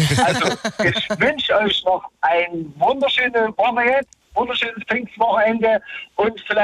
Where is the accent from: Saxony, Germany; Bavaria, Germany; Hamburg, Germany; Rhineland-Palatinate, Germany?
Saxony, Germany; Bei uns im Vogtland, Bad Elster, Bad Brambach, ein bisschen was, entweder Radeln oder Moor oder Sohlebad.